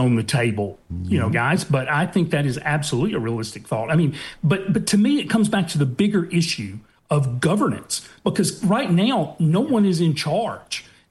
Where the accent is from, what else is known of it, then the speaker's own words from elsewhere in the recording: Foley, Alabama, United States; I'm from Foley. My mom was born in Hackleburg.